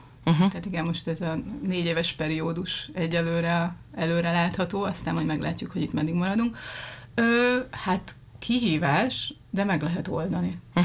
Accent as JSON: {"language": "Hungarian", "country": "Hungary", "moved": "as an adult", "lives_now": "Linz, Austria", "said": "mivel magyarok vagyunk Magyarországról"}